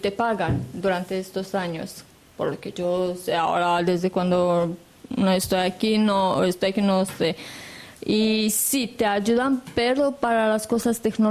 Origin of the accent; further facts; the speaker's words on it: Romania; Spanish is a second language; moved away as an adult; now in Spain; Cuando en mi país, cuando tienes 14 años, tienes que decidir si te vas a un colegio público de esto para filología, como yo terminé filología